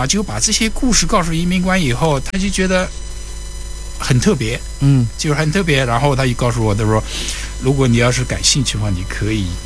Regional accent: Hefei, Anhui, China; moved away; 我们是老乡，我也是合肥的人。

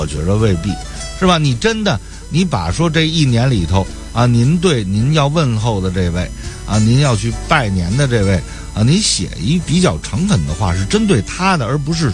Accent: Beijing, China; 就咱们北京人说的

